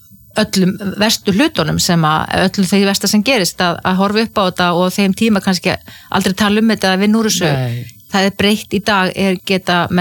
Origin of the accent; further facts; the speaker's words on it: Ísafjörður, Westfjords, Iceland; ég óttaðist sjóin sem kannski líka tengist því að ég alveg upp á Ísafirði þar sem voru tíu sjóslis og menn og drukknuðu